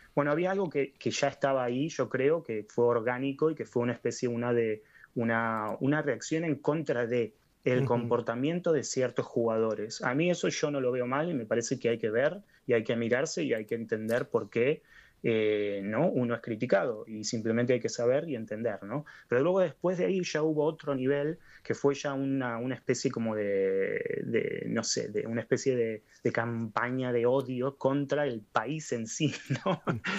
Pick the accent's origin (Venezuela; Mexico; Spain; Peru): Spain; moved away; also born or lived in Argentina; yo crecí en España